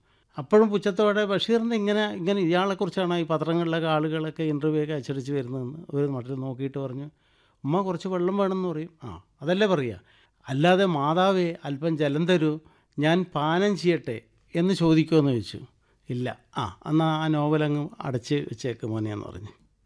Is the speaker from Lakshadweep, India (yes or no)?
no; Kannur, Kerala, India; അപ്പോൾ ഞാൻ പറഞ്ഞു കണ്ണൂരിൽ നിന്നാണ്, ഇന്ന സ്ഥലത്ത് നിന്നാണ്.